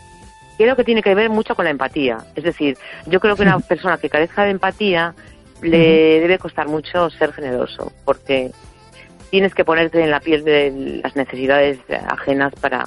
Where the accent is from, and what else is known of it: A Coruña, Galicia, Spain